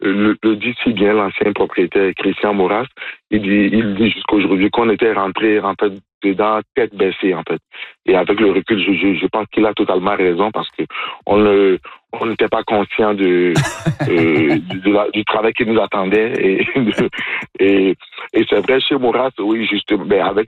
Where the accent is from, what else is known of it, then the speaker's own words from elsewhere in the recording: Benin; moved away as an adult; now in Canada; Enfin, je ne connaissais pas la poutine dans mon pays d'origine, qui est le Bénin.